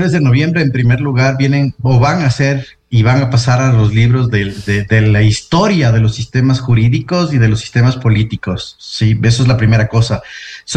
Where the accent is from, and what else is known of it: Ecuador